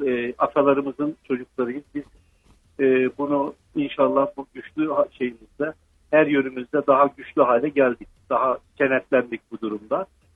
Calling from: Ankara, Turkey; Ankara'dan arıyorum

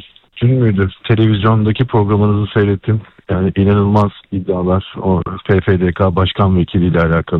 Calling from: Istanbul, Turkey; İstanbul'dan arıyorum.

